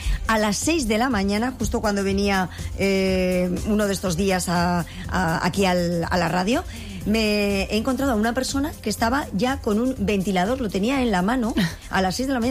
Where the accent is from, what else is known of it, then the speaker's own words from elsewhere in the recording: Ansó, Aragon, Spain; ayer estuvimos hablando en el espacio de cómo suena la plaza de mi pueblo, nos acercamos a Ansó.